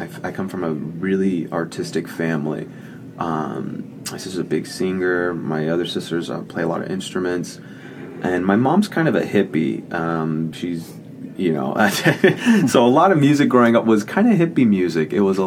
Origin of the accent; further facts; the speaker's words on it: North Hollywood, California, United States; me because that's where I grew up in North Hollywood. I grew up, my dad's a Mexican immigrant, low income.